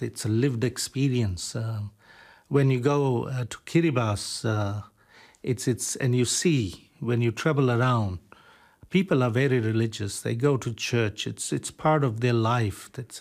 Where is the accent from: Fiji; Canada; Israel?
Fiji; moved away; I'm not from Kiribati. I'm born in Fiji. I was brought up in Fiji.